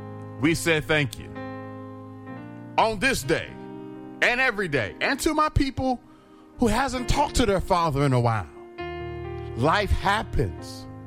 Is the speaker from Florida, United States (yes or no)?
yes; Daytona Beach, Florida, United States; I'm from Daytona Beach.